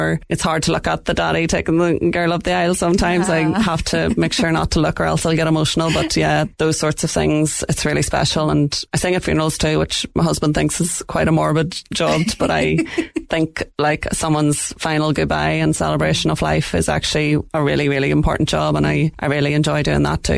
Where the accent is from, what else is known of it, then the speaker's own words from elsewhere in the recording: Tyrone, Northern Ireland, United Kingdom; moved away as an adult; also born or lived in Australia; now in Ennis, Ireland; my husband is from Clare, so we moved down to Clare after trying out the north for a wee while. But yeah, I'm from Tyrone originally, but Ennis is my home now, and it's a really lovely place to be.